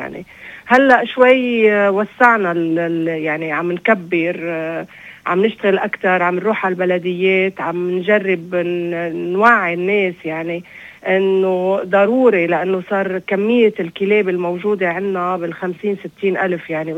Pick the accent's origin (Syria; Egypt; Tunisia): Syria; now in Lebanon; يعني فالخطة هي، أنا سوري عم برجع لأنه من وجعي عم بحكي